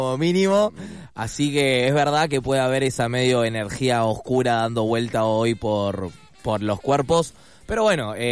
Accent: Argentina; todos somos muy patriotas y muy argentinos, pero hay que acordarse que vivimos en este país

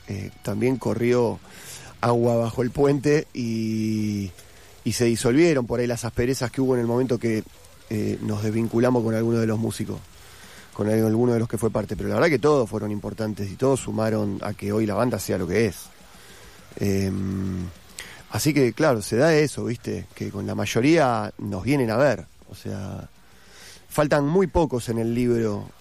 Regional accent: Bernal, Buenos Aires Province, Argentina; De hecho, yo me presento casi siempre medio así.

